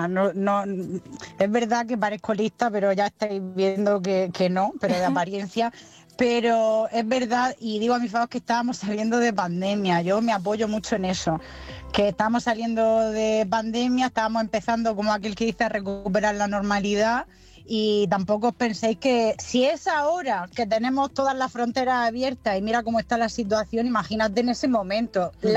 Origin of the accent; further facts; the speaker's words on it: Region of Murcia, Spain; now in Granada, Spain; Pues mira, ahora mismo estoy desde en Granada. En Granada parada estoy.